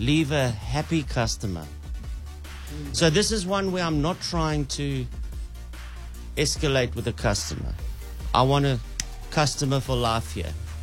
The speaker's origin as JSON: {"language": "English", "country": "Botswana", "said": "Oh, I can't speak Zulu. I come from Botswana."}